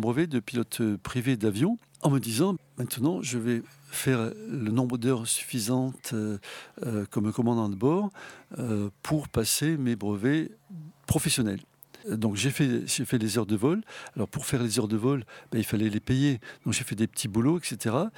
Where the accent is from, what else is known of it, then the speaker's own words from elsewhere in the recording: Toulouse, Occitanie, France; moved away; moi, je suis toulousain. Mes parents avaient construit une maison près du terrain de Montaudran.